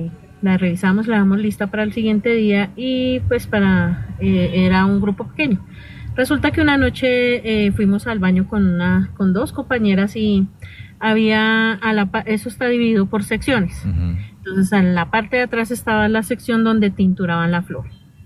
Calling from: Bogotá, Colombia; Yo estoy aquí en Bogotá, en Suba. Sí, aquí en Suba.

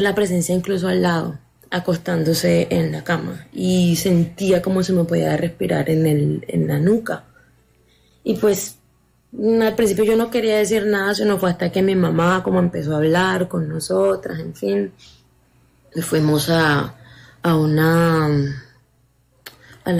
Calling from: Cartagena, Bolívar, Colombia; Desde Cartagena.

